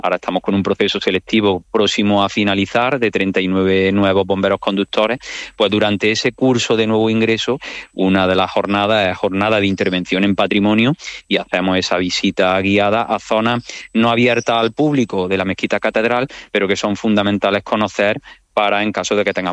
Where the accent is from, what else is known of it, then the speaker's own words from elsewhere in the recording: Córdoba, Andalusia, Spain; los que somos de aquí de Córdoba